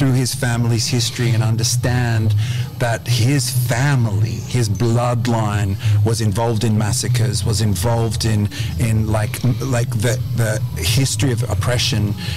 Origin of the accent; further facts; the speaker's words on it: Sydney, New South Wales, Australia; I grew up in Botany